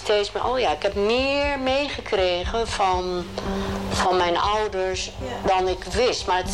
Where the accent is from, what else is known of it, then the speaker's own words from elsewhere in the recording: Netherlands; we zijn wel bruin, maar we zijn gewoon hartstikke Nederlandse kindertjes.